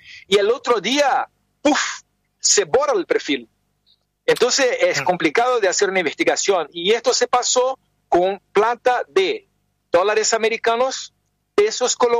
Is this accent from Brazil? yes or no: yes; Brazil; Spanish is a second language; lo mira, el malo que hablo como un argentino, pero yo no soy argentino, soy brasileño, ¿vale?